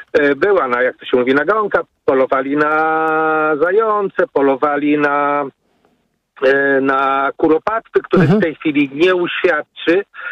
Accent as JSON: {"language": "Polish", "town": "Warsaw", "region": "Masovian Voivodeship", "country": "Poland", "tie": "born or raised there", "said": "bo tu powiedzmy jestem z okolicy Okęcia, gdzie kiedyś tam były pola, teraz jest wszystko zabudowane, jak to się mówi, apartamentowcami, domkami i tak dalej."}